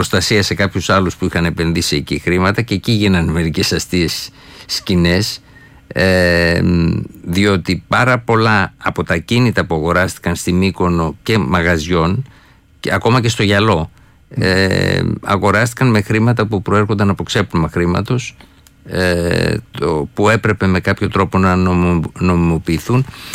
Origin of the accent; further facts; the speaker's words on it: Paros, South Aegean, Greece; Ναι, η Πάρος είναι η ιδιαίτερη μου πατρίδα, ναι, όπως ξέρεις. Εκεί, ναι, έκανε ένα δικαστήριο στο χωριό μου